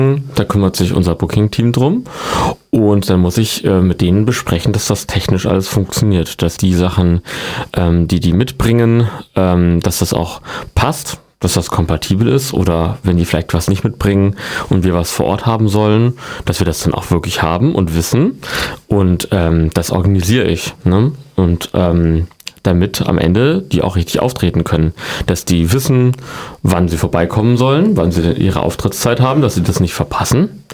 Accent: Reichensachsen, Hesse, Germany; also born or lived in Witzenhausen; Ich komme aus Reichensachsen. Bin in Reichensachsen groß geworden, genau. Geboren aber in Witzenhausen.

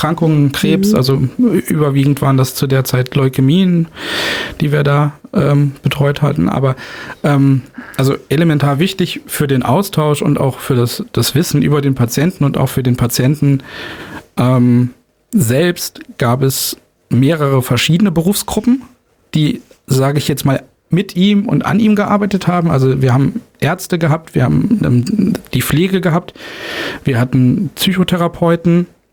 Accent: Rhineland-Palatinate, Germany; moved away as an adult; Ich komme gebürtig aus der Nähe von Trier, was ja jetzt auch eine Großstadt, kann man sagen. aber wenn man da aufwächst, kennt man natürlich auch vieles mit der Zeit. Aufgewachsen bin ich auf einem ganz kleinen

